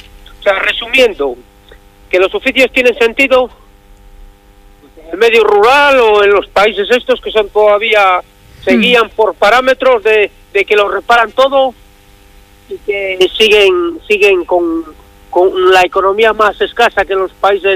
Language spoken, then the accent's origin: Spanish; Cantabria, Spain; yo soy de aquí, de Covadonga